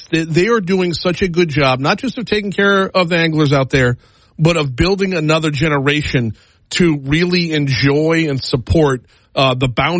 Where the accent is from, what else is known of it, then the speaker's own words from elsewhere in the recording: Louisiana, United States; I grew up around Lake Pontchartrain, so I grew up doing that.